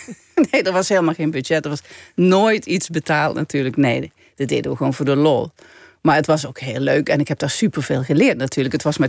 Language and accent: Dutch; Simpelveld, Limburg, Netherlands; moved away; Ik zag de Keverbergen, dat is waar ik opgegroeid ben. Dat, zo heette die hoeve. Ik zag Simpelveld